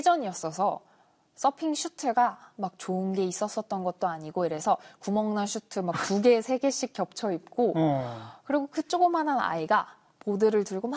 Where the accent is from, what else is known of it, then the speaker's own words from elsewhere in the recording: Busan, South Korea; 그때는 어렸을 때 부산에 살았었어가지고